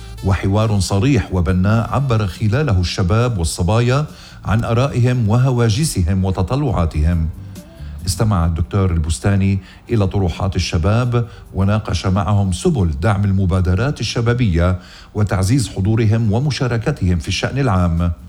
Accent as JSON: {"language": "Arabic", "country": "Lebanon", "said": "نتيجة الإشياء اللي عم بتصير بوطننا لبنان. أخ يا بلدي لبنان، أخ أخ."}